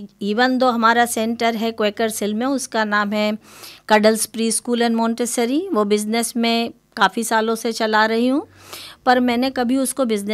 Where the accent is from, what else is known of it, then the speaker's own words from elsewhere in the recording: Harda, Madhya Pradesh, India; moved away as an adult; now in Australia; मैं मध्य प्रदेश से हूँ। मध्य प्रदेश के पास भोपाल के पास एक छोटा सा शहर है, उसका नाम है हरदा। वो हरदा से मैं बिलोंग करती हूँ